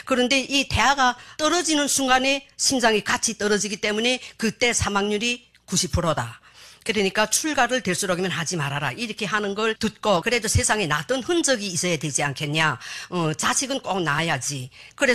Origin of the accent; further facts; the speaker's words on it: Hamhung, South Hamgyong, North Korea; moved away as an adult; now in South Korea; 저는 북한에서 55년을 살다가 한국에 온지 지금 10년째입니다. 꼭 10년 되었어요.